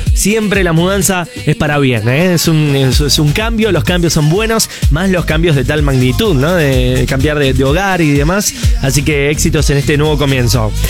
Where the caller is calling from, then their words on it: Ceres, Santa Fe, Argentina; de Ceres, Santa Fe, yendo a pasear el fin de a Rosario con la familia.